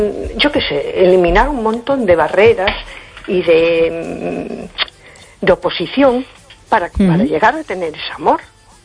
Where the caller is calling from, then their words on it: A Coruña, Galicia, Spain; Hola, buenas noches … de Coruña.